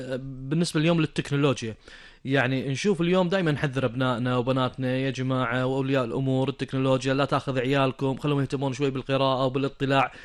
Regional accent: Kuwait; عندنا بالكويت

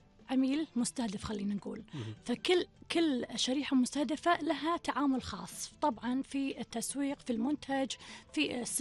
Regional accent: Kuwait; also born or lived in Brighton, United Kingdom; بيئتنا الكويتيه.

